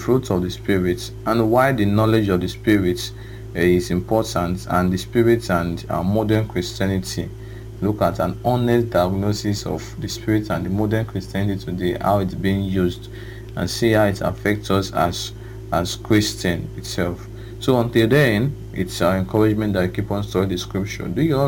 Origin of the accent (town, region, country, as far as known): Okada, Edo, Nigeria